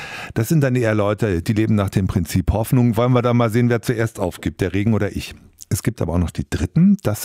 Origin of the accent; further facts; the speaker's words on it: Bremen, Germany; wir Bremer